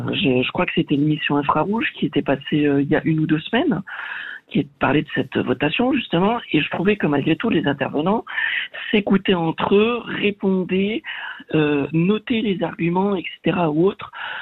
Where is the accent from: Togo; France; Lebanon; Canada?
France; South-West France; je viens du sud-ouest de la France, on a quand même une langue dans le sud-ouest de la France qui s'appelle l'occitan.